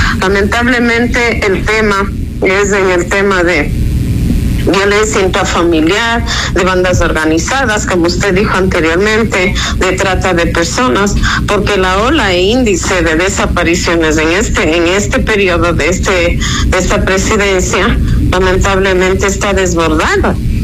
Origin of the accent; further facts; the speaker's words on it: Ecuador; no hay garantías para nosotros como ecuatorianos.